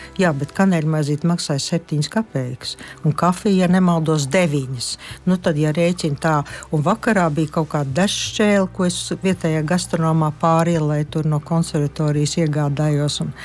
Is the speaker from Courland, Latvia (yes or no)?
yes; Courland, Latvia; Es jau tā kā kurzemniece